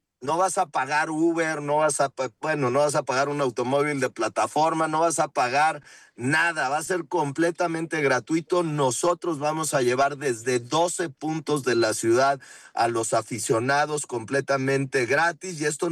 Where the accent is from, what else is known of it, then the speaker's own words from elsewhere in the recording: Jalisco, Mexico; Jaliscienses, aunque allá en la Ciudad de México nos dicen jalisquillos, pero somos jaliscienses.